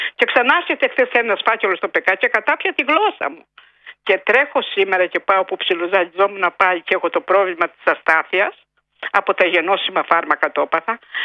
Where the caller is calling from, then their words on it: Greece; Εμένα με πονάει πάρα πολύ σαν Ελληνίδα, γιατί δεν μπορώ να σταθώ όρθια, κάπως αξιοπρεπώς, στην πατρίδα μου.